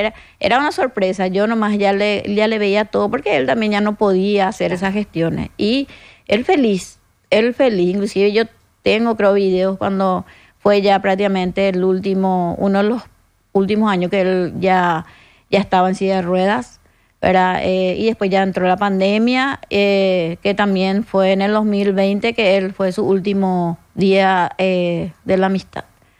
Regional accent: Paraguay; ese es nuestro compromiso como paraguayos

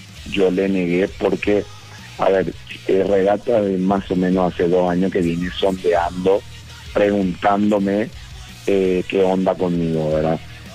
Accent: Paraguay; voy a ser el primer entrenador paraguayo

